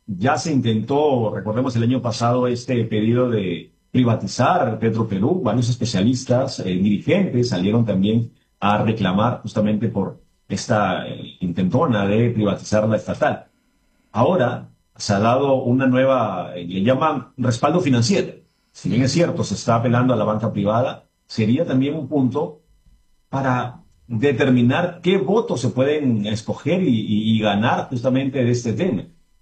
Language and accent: Spanish; Talara, Piura, Peru; born there; yo nací en Talara, y tampoco hasta el momento tenemos agua.